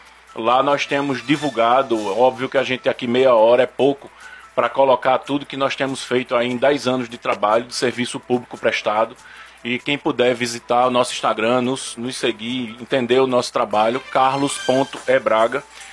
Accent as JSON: {"language": "Portuguese", "town": "Caruaru", "region": "Pernambuco", "country": "Brazil", "tie": "born or raised there", "said": "Mas Caruaru é minha terra, eu cresci aqui, e é por ela que eu vou continuar lutando"}